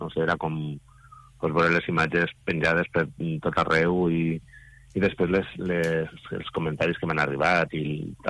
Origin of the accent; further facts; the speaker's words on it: Guardamar, Valencian Community, Spain; també la pots trobar en el meu poble, en Guardamar